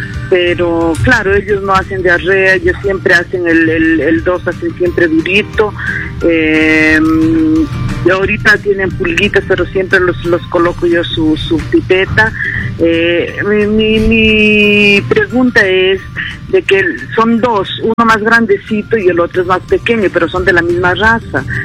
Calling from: Cajamarca, Peru; Soy de Cajamarca

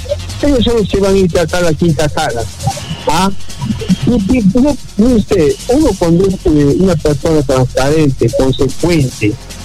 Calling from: Arequipa, Peru; Mi Arequipa se respeta.

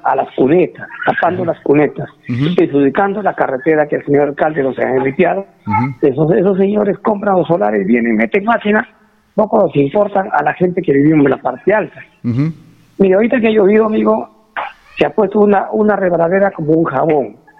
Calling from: Peru; Soy viviente de arriba del Nuevo Paraíso.

